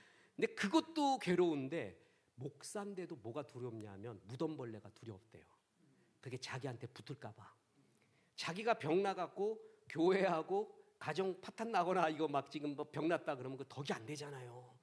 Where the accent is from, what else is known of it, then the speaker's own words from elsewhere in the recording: Seoul, South Korea; 저는 서울에서 태어나고 자랐습니다. 전형적인 시티보이입니다. 그런데 시골을 좋아했죠. 그래서 시골에서 살기도 하고 방학만 되면 살고.